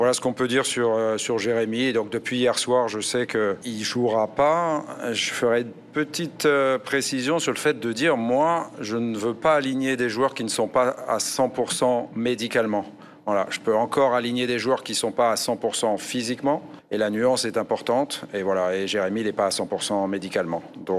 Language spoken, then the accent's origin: French; France; Moi, je suis français, donc je connais bien Godos aussi, qui a joué à Amiens.